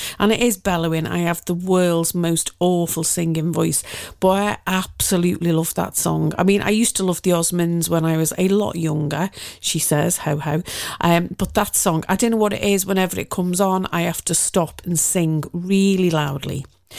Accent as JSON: {"language": "English", "town": "Liverpool", "region": "North West England", "country": "United Kingdom", "said": "I'm from Liverpool. I know, it's hard to tell with my beautiful BBC cut glass accent."}